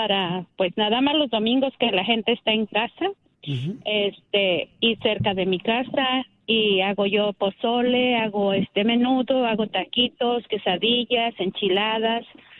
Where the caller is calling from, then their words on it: Garden Grove, California, United States; Yo vivo en Ciudad de Garden Grove